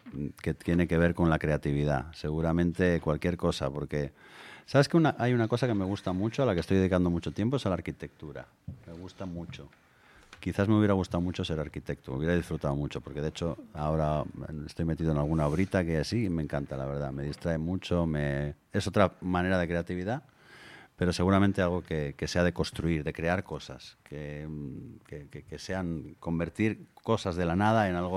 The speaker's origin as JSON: {"language": "Spanish", "region": "Asturias", "country": "Spain", "said": "somos asturianos"}